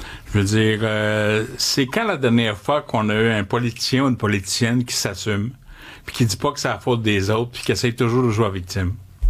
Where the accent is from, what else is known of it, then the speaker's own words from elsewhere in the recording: Quebec, Canada; je suis fier québécois